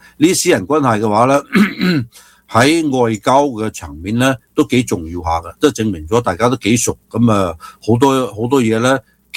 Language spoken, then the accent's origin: Cantonese; United States; 因為其實我作為美國人，我覺得唔好想要呢個大熊貓